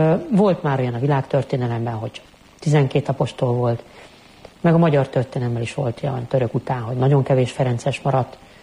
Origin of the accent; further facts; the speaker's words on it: Budapest, Hungary; moved away as an adult; also born or lived in Szeged; én budapesti vagyok, nem mindig éltem Budapesten, mert Szegeden voltam elég hosszan, a szeretes éveim alatt, de azért régebben vissza is kerültem.